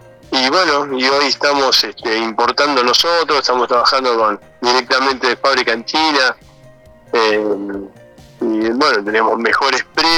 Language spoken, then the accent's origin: Spanish; Argentina; te pregunta de qué país sos, obviamente, y cuando vos decís de Argentina